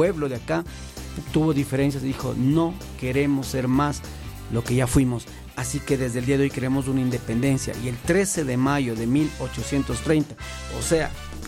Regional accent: Ecuador

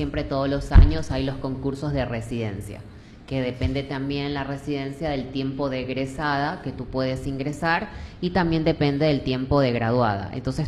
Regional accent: Ecuador; moved away as an adult; now in Argentina; Cuando me fui de Ecuador a Argentina, fui con mi corazón prácticamente roto, dividido en dos.

